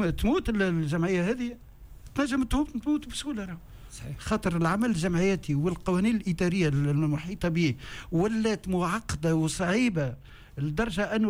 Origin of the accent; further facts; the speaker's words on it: Tunisia; كان عندنا في تونس